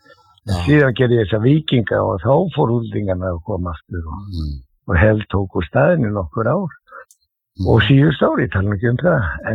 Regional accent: Reykjavík, Capital Region, Iceland; Já, ég er fæddur og uppalinn í Klefsholtinu og ef einhver hefur verið Þróttari þá var það við Klefsarinn, sko.

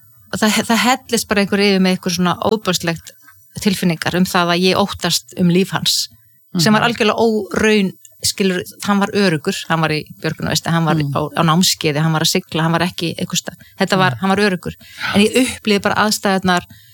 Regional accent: Ísafjörður, Westfjords, Iceland; ég óttaðist sjóin sem kannski líka tengist því að ég alveg upp á Ísafirði þar sem voru tíu sjóslis og menn drukknuðu

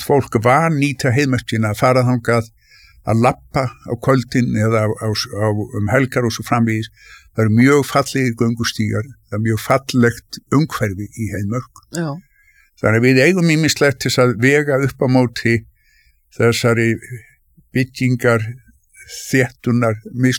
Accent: Reykjavík, Capital Region, Iceland; born or raised there

